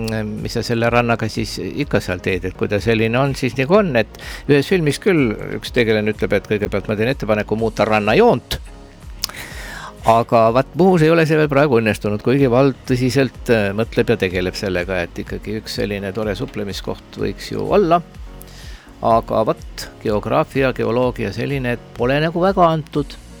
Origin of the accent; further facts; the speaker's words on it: Muhu, Saare County, Estonia; mina kui sünnipärane muhulane, mina tean, noh, muhulased on nagu väga edased, ega muhus sellist väga head randa ei ole, et seal minu kodukandis seal on kaks varianti, kas on väga kivine või on väga mudane.